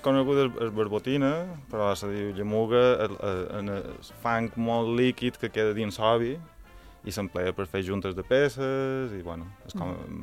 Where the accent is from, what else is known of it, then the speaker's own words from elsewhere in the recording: Palma, Balearic Islands, Spain; Nosaltres som de la Gerreria